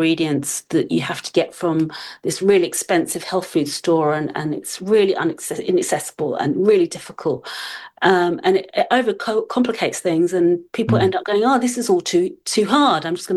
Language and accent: English; London, United Kingdom; I'm British, yeah. Take us back to your childhood, please. Yeah. I was born in London. I was actually born right in the centre, so St Thomas's Hospital, which is like a stone's throw from Waterloo. Mm. And I literally lived 5 minutes from Waterloo